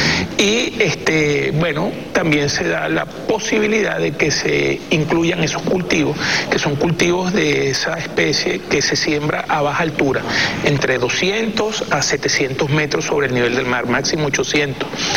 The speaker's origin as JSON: {"language": "Spanish", "country": "Venezuela", "said": "en el caso de nosotros, como venezolanos"}